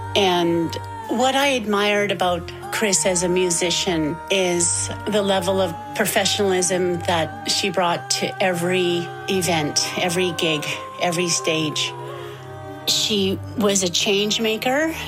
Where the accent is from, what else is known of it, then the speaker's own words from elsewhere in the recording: Alberta, Canada; I am from the Little Red River Cree Nation in northern Alberta.